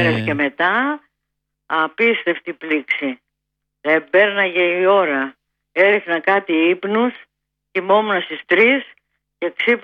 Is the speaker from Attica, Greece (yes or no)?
yes; Athens, Attica, Greece; born there; Γεννήθηκα στο Παγκράτη